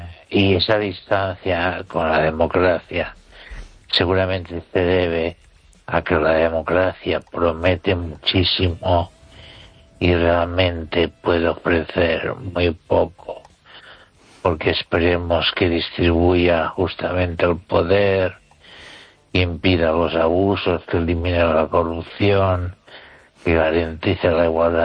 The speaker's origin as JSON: {"language": "Spanish", "country": "Spain", "said": "no quiero ser recordado como una persona chacosa, sino como un español que razona."}